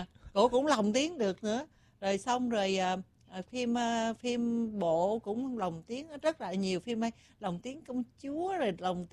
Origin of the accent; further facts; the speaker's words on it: Tay Ninh, Vietnam; accent: Southern (Tay Ninh); cái giọng quê em nó vậy á.